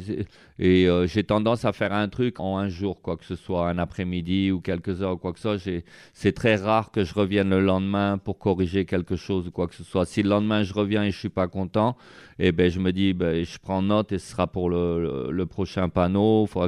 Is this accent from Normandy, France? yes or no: no; Bayonne, Nouvelle-Aquitaine, France; born there; Je suis né ici, quoi. Je suis né à Bayonne, mais je suis d'origine sicilienne. Bon, je parle pas italien ou quoi que ce soit, mais je suis connecté ici, quoi. Je connais pas mal de basque et tout ça